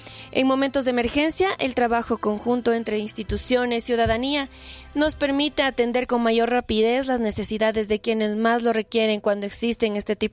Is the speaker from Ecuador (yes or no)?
yes; Ecuador